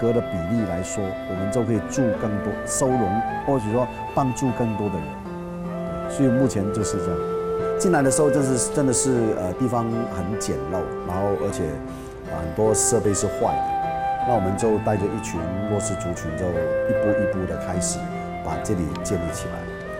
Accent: Hong Kong; moved away as an adult; now in Kaohsiung, Taiwan; 我来台湾已经26年，但是我也拿了身份证了，所以我是扎港的台湾人。

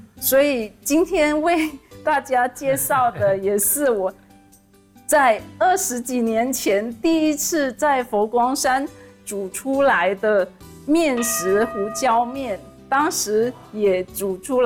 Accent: Malaysia; moved away; 我是来自马来西亚，马来西亚大家都知道是很热的天气。

